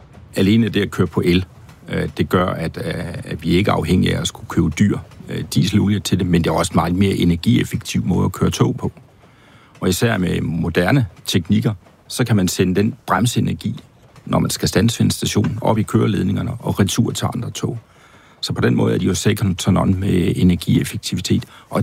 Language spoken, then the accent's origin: Danish; Jutland, Denmark; ude på den jyske hed, i øvrigt der, hvor jeg kommer fra